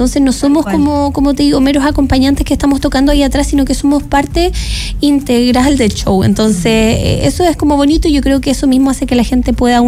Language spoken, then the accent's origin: Spanish; Valdivia, Los Ríos, Chile; yo soy de Valdivia.